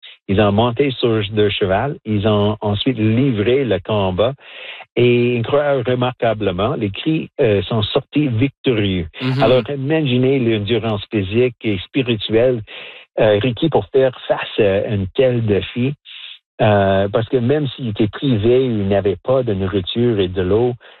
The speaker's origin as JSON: {"language": "French", "region": "Saskatchewan", "country": "Canada", "also_born_or_lived": "Quebec City", "second_language": "French", "moved": "as an adult", "said": "je viens de Saskatchewan, ouais. D'une Première Nation, et très peu de Français là-bas dans les plaines, plus à Winnipeg, mais moins en Saskatchewan."}